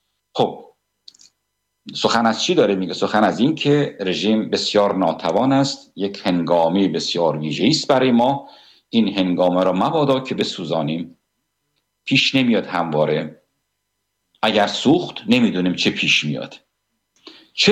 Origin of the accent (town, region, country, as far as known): Iran; now in Sweden